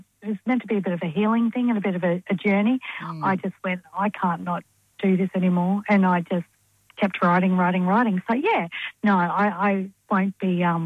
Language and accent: English; Goodna, Queensland, Australia; also born or lived in Ipswich; Well, I grew up in Goodna. Born in Ipswich Hospital, and I live at Belbo Park now, which is just up the road from Goodna. So I'm still in the city.